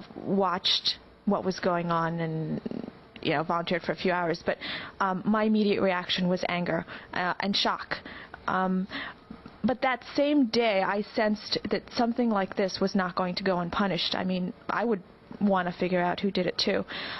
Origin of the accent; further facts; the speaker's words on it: New York, United States; I was angry. I was angry just as any New Yorker.